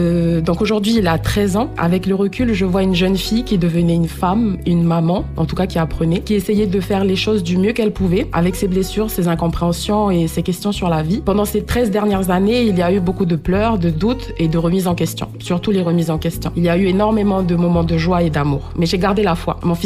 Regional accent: New Caledonia; born there; also born or lived in Houaïlou (North Province) / Saint-Louis, Mont-Dore (South Province); J'ai grandi à Waïlou, à Saint-Louis et dans le quartier de Pierre-Lanquette. Que ce soit dans le nord ou ici dans le sud, j'ai effectivement grandi avec des repères solides et c'est ce qui m'a donné un vrai ancrage.

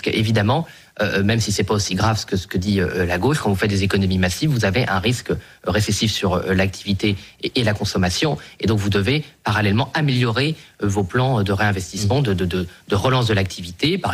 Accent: Boulogne-sur-Mer, Hauts-de-France, France; born there; Moi, je suis né à Boulogne-sur-Mer, bon, c'est les voisins, les Pays-Bas, on a nos amis belges entre les deux

